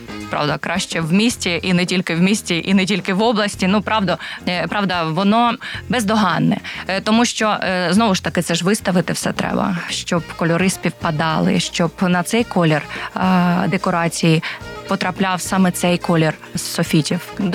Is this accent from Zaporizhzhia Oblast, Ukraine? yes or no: no; Kharkiv, Kharkiv Oblast, Ukraine; now in Kryvyi Rih, Ukraine; Наприклад, я сама з Харкова, і багато чого бачила, багато вистав бачила